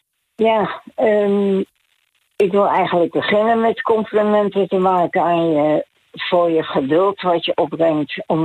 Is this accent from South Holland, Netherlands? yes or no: yes; The Hague, South Holland, Netherlands; Ik kom daar eigenlijk uit Den Haag. Scheveningen geëvacueerd naar Den Haag door de bouw van Atlantic Wolf.